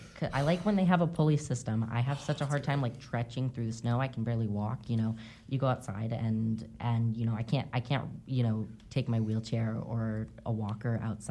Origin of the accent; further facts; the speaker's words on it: Fairbanks, Alaska, United States; See, I'm into that. That's I grew up in Fairbanks. That's top tier activities.